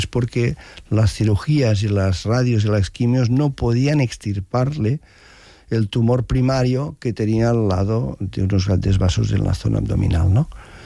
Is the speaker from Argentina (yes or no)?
no; Arenys de Mar, Catalonia, Spain; Y hubo una coincidencia muy bonita, que soy de Arenys de Mar.